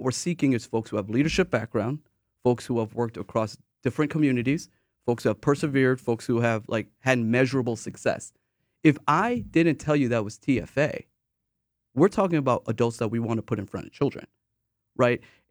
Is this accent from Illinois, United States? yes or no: yes; Illinois, United States; moved away as an adult; now in Milwaukee, United States; I'm from Illinois.